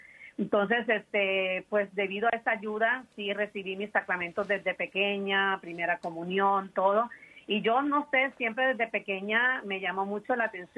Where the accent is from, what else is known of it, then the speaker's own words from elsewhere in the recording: Puerto Rico; moved away as an adult; now in United States; Pero lo que mi esposo trabajó, pues en mi país era un poquito difícil encontrar el trabajo. So, eso fue lo que nos hizo dar el cambio a Estados Unidos